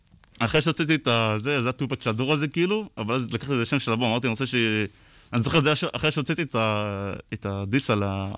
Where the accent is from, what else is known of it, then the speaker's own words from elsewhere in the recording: Pardes Hanna-Karkur, Haifa District, Israel; born there; איפה שהייתי, כאילו, שגדלתי, מה שהגעתי לארץ, הייתי גם בפרדס חנה